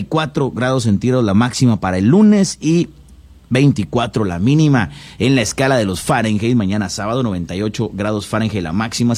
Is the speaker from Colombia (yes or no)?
no; Mexico